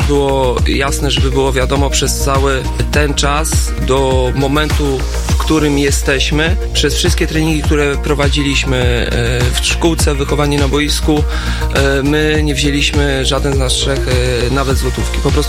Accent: Siedlce, Masovian Voivodeship, Poland; ja za dzieciaka, jak mieszkałem w Siedlcach, jeszcze zanim się wyprowadziliśmy na obrzeża gdzieś tam Siedlec, z moją rodzinką

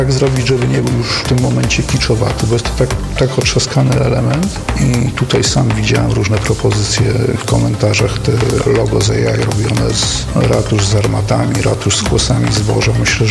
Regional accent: Zamość, Lublin Voivodeship, Poland; born there; Jestem z Zamościa. To jest, mimo że mieszkam poza Zamościem większość życia, ale to jest miasto moje, w którym się urodziłem, jestem związany

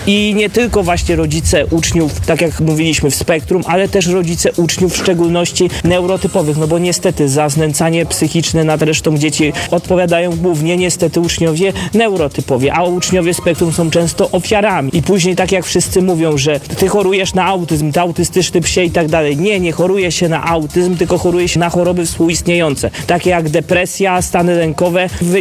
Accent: Koszalin, West Pomeranian Voivodeship, Poland; w szkołach u nas w Koszalinie

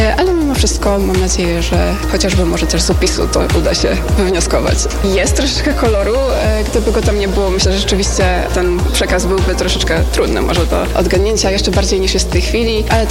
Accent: Toruń, Kuyavian-Pomeranian Voivodeship, Poland; jestem z Torunia.

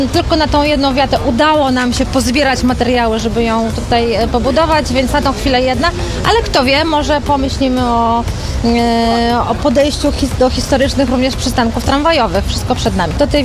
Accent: Warsaw, Masovian Voivodeship, Poland; Lata 70., 80. to jest moment, kiedy ja jako dziecko dorastałam w Warszawie, będąc jakby warszawianką

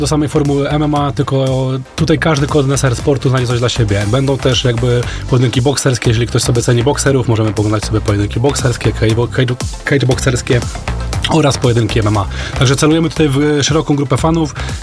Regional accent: Nowe Miasto Lubawskie, Warmian-Masurian Voivodeship, Poland; My, że tak powiem, pochodzimy z rodzinnego miasta, Nowe Miasto Lubawskie, czyli, że tak powiem, ościenne miasteczko, nieopodal Iławy.

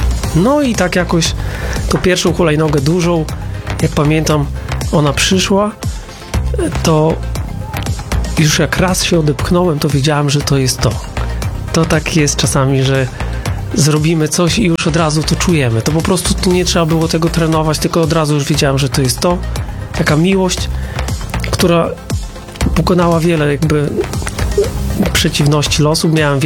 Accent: Mońki, Podlaskie Voivodeship, Poland; born there; Ja się urodziłem w Mońkach

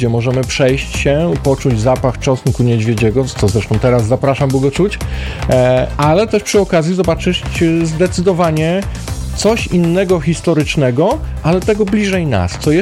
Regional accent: Zielona Góra, Lubusz Voivodeship, Poland; ja zawsze mówię, że jestem z Zielonej Góry, zawsze, i to też jest, fajnie

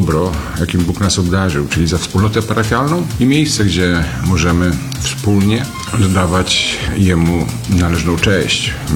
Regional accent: Puławy, Lublin Voivodeship, Poland; Puławy jako ta aglomeracja, która rozwinęła się dzięki Azotom, jak gdyby wchłonęła administracyjnie naszą miejscowość i teraz jesteśmy częścią Puław.

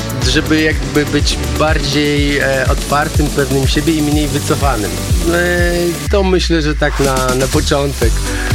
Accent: Radom, Masovian Voivodeship, Poland; mówię, ty jestem z Radomia

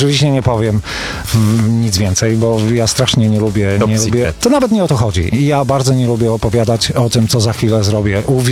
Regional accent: Olsztyn, Warmian-Masurian Voivodeship, Poland; also born or lived in Nidzica; Pochodzę w ogóle z Mazur, to znaczy z Warmii, z Nidzicy, to jest miejscowość pod Olsztynem, ale młodzieńcze lata nastoletnie spędziłem w Olsztynie

